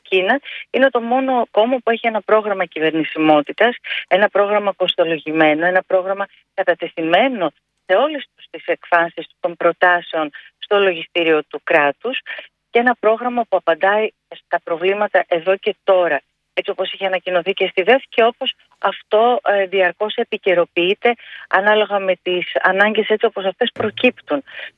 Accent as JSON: {"language": "Greek", "town": "Thessaloniki", "region": "Central Macedonia", "country": "Greece"}